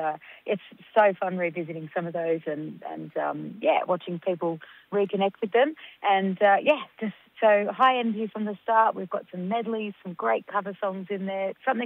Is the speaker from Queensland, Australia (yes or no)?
no; New South Wales, Australia; also born or lived in Albury, New South Wales; now in Sydney, Australia; I was born in Albury, and I grew up on a property outside of Canberra.